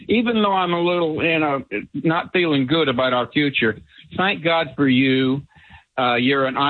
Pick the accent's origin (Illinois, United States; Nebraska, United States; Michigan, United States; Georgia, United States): Georgia, United States; Doraville; I grew up in Doraville in the late 50s and 60s. Woke up when I was eight to a black dripping swastika on my door because of my Jewish name.